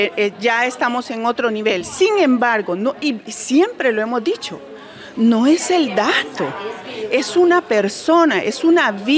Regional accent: Honduras; como hondureños y hondureñas

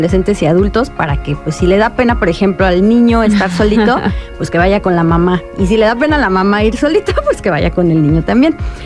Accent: Mexico City, Mexico; moved away as an adult; now in Querétaro, Mexico; Yo soy de la Ciudad de México con sangre en las venas de Sinaloa y Sonora, porque mis papás son de allá. Y queretana, de verdad, queretana de corazón, hace 5 años que estoy acá.

